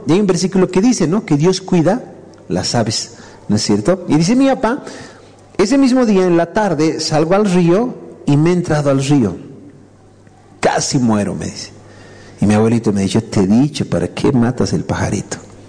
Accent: Bolivia

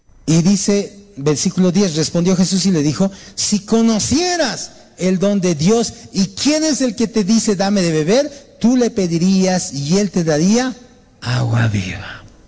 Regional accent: Bolivia; Nosotros mismos acá en Bolivia, a pesar que todos somos bolivianos

